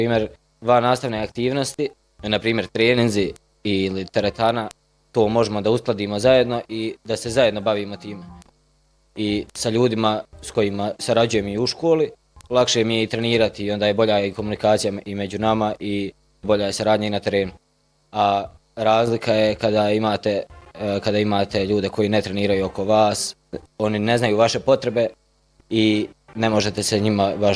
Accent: East Sarajevo, Republika Srpska, Bosnia & Herzegovina; dolazim iz Istočnog Sarajeva.

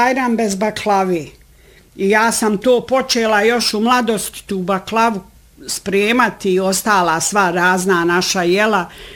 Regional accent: Vogošća, Federation of Bosnia and Herzegovina, Bosnia & Herzegovina; born or raised there

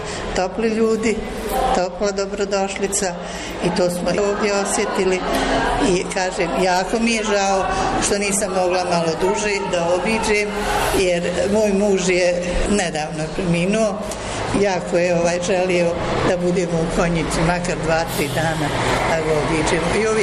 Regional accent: Kladanj, Federation of Bosnia and Herzegovina, Bosnia & Herzegovina; dolazim iz Kladnja, predsjednica udruženja Žena ženi Kladanj.

